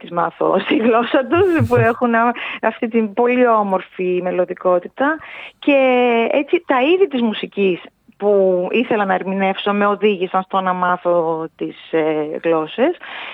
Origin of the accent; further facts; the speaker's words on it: Greece; Ακόμα και στον δρόμο έλεγα ότι είμαι Έλληνας